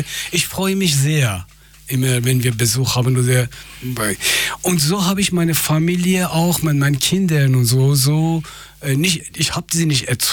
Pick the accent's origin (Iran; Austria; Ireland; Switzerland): Iran; German is a second language; now in Germany; du sollst nicht beleidigt, als Iraner, du sollst nicht beleidigt sein, wenn die dich fragen, ob du zu essen bleibst.